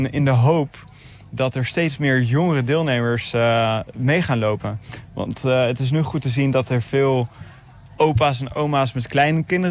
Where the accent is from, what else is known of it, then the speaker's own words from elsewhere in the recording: Haarlem, North Holland, Netherlands; ik kom uit Haarlem.